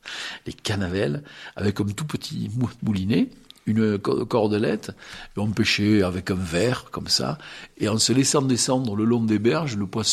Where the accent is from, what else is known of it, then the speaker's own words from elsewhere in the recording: Montvalent, Occitanie, France; accent: rocailleux; je suis né ici, je suis né à Montvalent, ma mère était institutrice